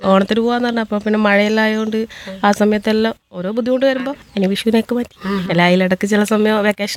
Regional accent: Ayyallur, Kerala, India; now in Mattannur, India; സ്വന്തം വീട് അയ്യല്ലൂർ.

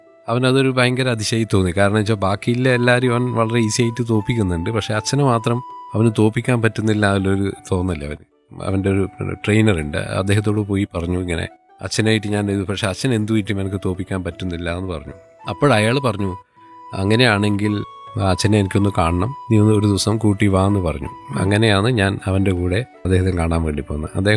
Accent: Taliparamba, Kerala, India; born or raised there

